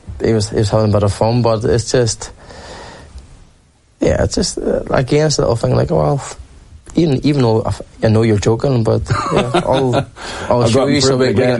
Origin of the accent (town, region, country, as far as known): Derry, Northern Ireland, United Kingdom; born or raised there